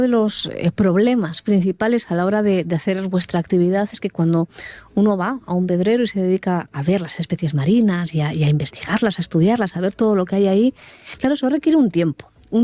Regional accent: Gijón, Asturias, Spain; Yo la acabaré tirando al monte, yo como soy de Gijón, pues entonces voy por lo alto, ¿no?

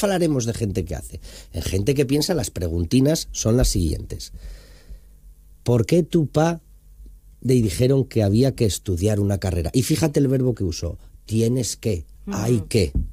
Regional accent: Somiedo, Asturias, Spain; que ser alguien en los años 50 en mi pueblo, en Somiedo, era tener más vacas que el vecino.

